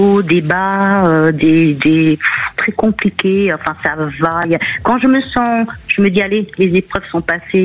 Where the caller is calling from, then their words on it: Tours, Centre-Val de Loire, France; Je vous appelle de Tours, dans le 37.